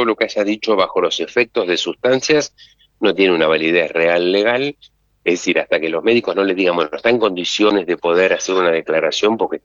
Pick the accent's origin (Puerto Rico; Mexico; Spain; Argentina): Argentina